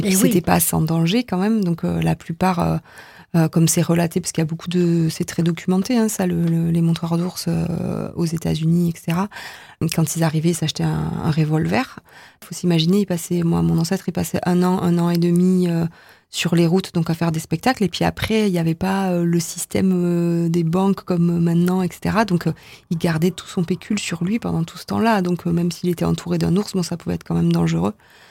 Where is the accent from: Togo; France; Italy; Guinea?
France; Mon ancêtre est rentré, donc je suis française.